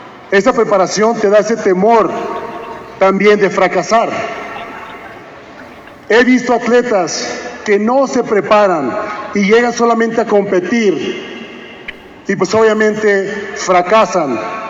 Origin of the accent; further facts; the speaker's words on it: Chihuahua, Mexico; De 4 jugadores que hemos llegado a la NBA, 4 jugadores mexicanos, no los americanos mexicanos. 2 somos de Chihuahua.